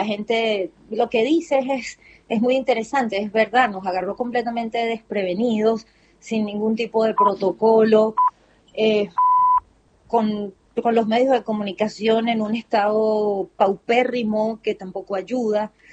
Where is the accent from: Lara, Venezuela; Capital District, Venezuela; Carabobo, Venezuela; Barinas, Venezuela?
Capital District, Venezuela; Caracas; yo soy caraqueña, mis padres son caraqueños